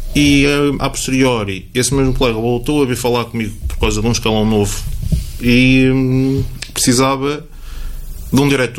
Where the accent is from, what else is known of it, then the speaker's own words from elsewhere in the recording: Vozela, Viseu, Portugal; Cresci em Vozela, tenho os meus amigos em Vozela, tenho a família em Vozela.